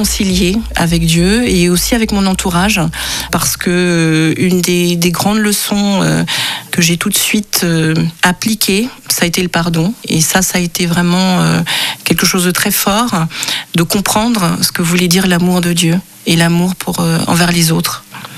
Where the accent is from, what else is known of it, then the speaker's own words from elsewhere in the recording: Cameroon; Et c'est pas du tout à ma voix que vous pouvez constater que je suis camerounaise.